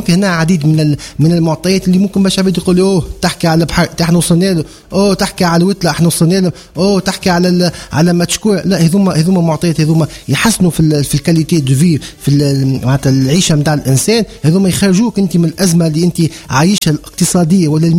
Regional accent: Tunisia; انا كمواطن تونسي

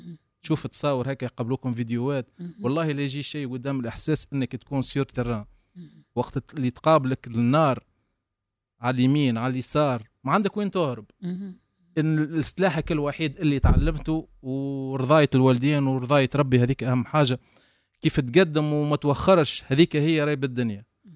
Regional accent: Metlaoui, Gafsa Governorate, Tunisia

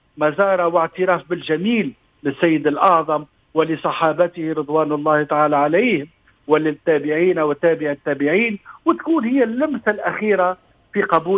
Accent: Tunisia; أحفظ بلادنا تونس

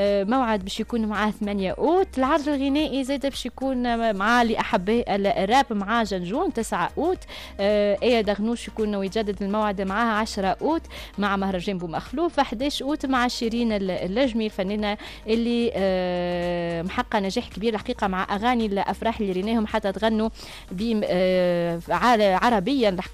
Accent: Tunisia; accent: Tunisian; لهجتنا التونسية

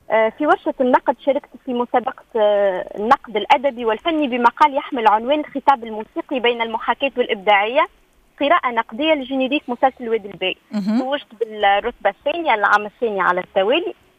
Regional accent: Tunisia; صباح تونسنا الجميلة.

